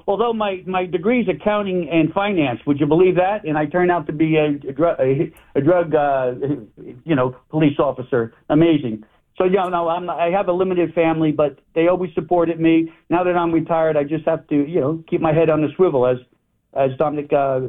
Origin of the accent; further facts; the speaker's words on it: New Jersey, United States; moved away as an adult; also born or lived in Florida; I was raised in New Jersey, but immediately after graduating my DEA academy, I was sent down to Florida and then overseas.